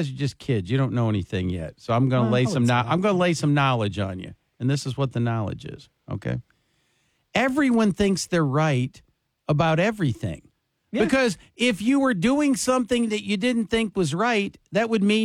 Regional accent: Flint, Michigan, United States; moved away; We come from Flint, Michigan, the birthplace of General Motors, my dear.

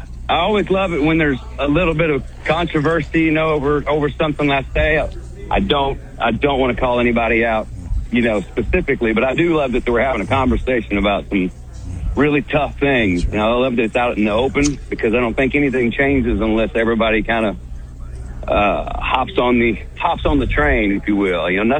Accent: Arkansas, United States; You know, and I grew up in Arkansas, so I use the vocabulary I grew up with.

